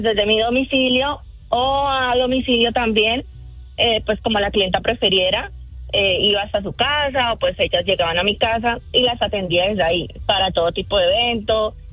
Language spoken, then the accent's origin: Spanish; Santander, Colombia; Santander.